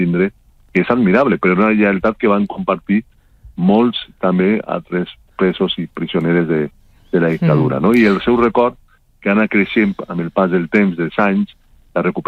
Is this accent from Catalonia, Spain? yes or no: no; Novelda, Valencian Community, Spain; he presentat el llibre al País Valencià, a Oriola, a Alacant, a Elx, al meu poble, Nubalda, la setmana passada a València